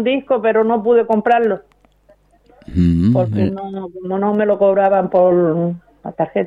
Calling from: Guía, Canary Islands, Spain; de la Paterna y de Guía.

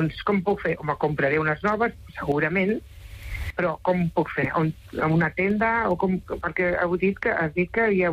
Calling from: Barcelona, Catalonia, Spain; Jo vinc a prop de Sant Pau, estic al de Sant Pau, a la Sagrada Família.

